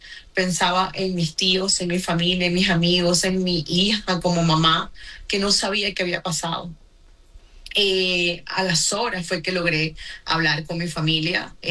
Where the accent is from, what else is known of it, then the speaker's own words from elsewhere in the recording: Venezuela; now in Mexico; mi gente, mi pueblo, mi país está destruido.